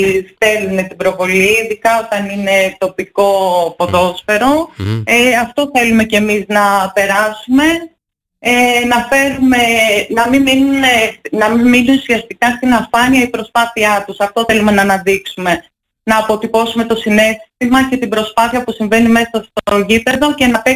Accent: Akrata, Western Greece, Greece; Είναι η πατρίδα μου, την αγαπάω πολύ την Ακράτα.

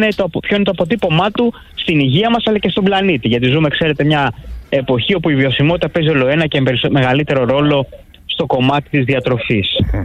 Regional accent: Central Greece, Greece; Όχι, είμαι από την Εύβοια, είναι λίγο παραπλανητικό το επώνυμο.

